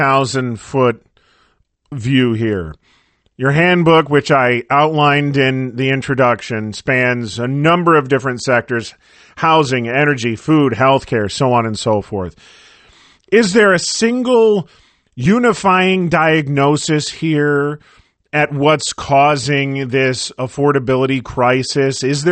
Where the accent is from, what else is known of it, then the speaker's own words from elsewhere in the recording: Ottawa, Illinois, United States; $5 a gallon in my hometown of Ottawa, Illinois.